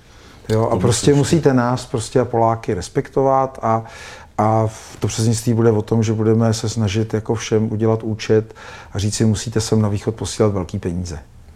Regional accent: Russia; now in Czech Republic; se válčí, tak jsem utek před tou válkou, je to složitý, mohli jsme si o tom vyprávět týdny, ale proč jako já Rus jsem špatný?

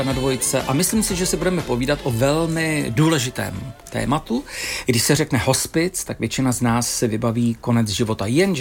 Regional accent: Stěžery, Hradec Králové Region, Czechia; born there

